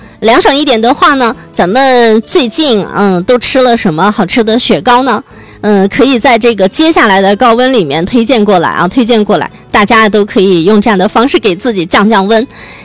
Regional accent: Xinjiang, China; 就是我也是新疆长大的娃娃啊

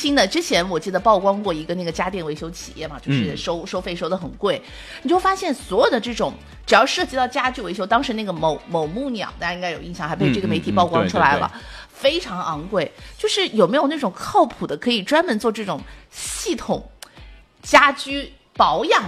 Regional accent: China; 我们中国人

